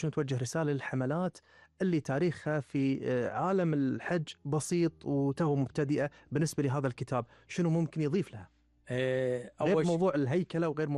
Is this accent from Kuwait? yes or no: yes; Kuwait; احنا مواطنين كويتيين ايضا خرجنا خارج حدود الوطن